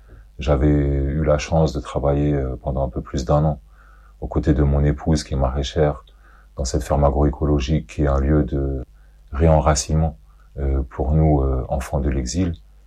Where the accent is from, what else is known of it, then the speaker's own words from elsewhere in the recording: France; born there; je suis né en France. Mon père est palestinien, ma mère yougoslave.